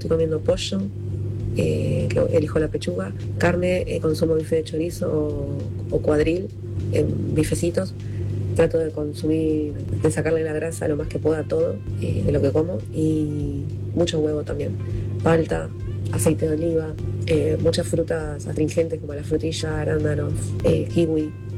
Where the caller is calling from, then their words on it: Ramos Mejía, Buenos Aires Province, Argentina; soy de Ramos Mejía.